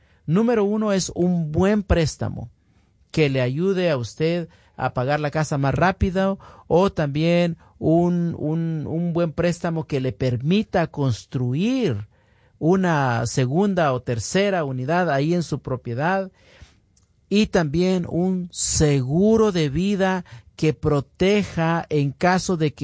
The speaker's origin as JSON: {"language": "Spanish", "country": "Guatemala", "tie": "born there", "moved": "yes", "said": "yo me acuerdo haber visto de niño allá en Guatemala."}